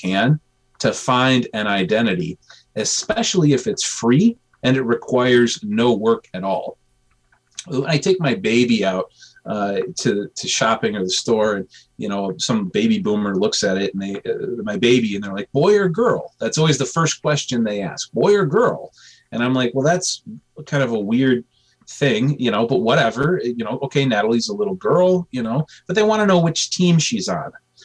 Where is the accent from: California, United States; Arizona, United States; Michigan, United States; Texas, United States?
Michigan, United States; Grand Rapids; born there; I came out of my mom in Grand Rapids, Michigan, and that boop, ding, I'm an American.